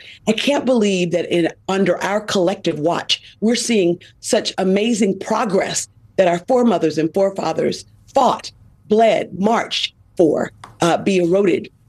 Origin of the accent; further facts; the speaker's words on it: Selma, Alabama, United States; I represent Alabama's civil rights district, historic cities of Birmingham, Tuscaloosa, my hometown of Selma.